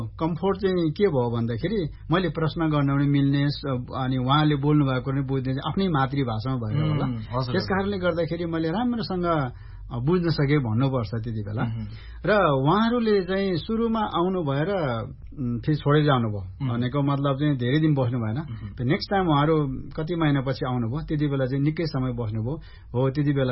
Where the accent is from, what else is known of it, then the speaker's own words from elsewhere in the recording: Banspod, Gandaki Province, Nepal; first language Tamang; Nepali is a second language; जन्म लमजुङ जिल्लाको त्यति बेलाको नौथर गाविसमा वडा नम्बर 2 बाँसपोड गाउँ भन्छ, त्यहाँ मेरो जन्म भएको हो र म त्यहाँ हुर्केको हुँ।